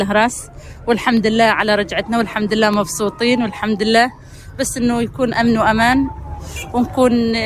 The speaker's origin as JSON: {"language": "Arabic", "region": "Al-Hasakah Governorate", "country": "Syria", "moved": "as an adult", "lives_now": "Nowruz camp, Syria", "said": "والله أنا من قرية الهراس وصارنا 7 سنين متهجرين مخيم نيروز وسعينا احنا بدنا نرجع على منطقتنا على هراس"}